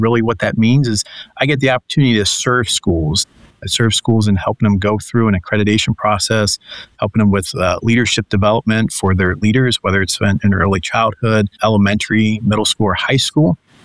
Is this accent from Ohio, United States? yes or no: yes; Cincinnati, Ohio, United States; moved away; So I grew up in Cincinnati, Ohio, attended St. Mark's Lutheran Church there. Didn't have a Lutheran school to attend, so I went through public school through there.